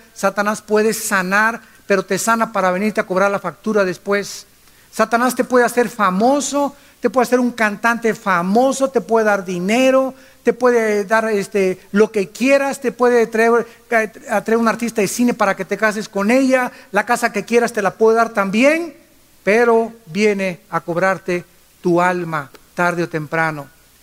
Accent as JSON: {"language": "Spanish", "town": "Acapulco", "region": "Guerrero", "country": "Mexico", "tie": "born or raised there"}